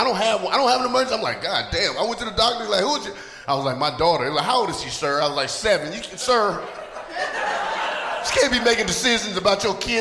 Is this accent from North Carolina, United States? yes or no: yes; North Carolina, United States; I'm from the South, right? I'm from North Carolina, went to school in Atlanta, right?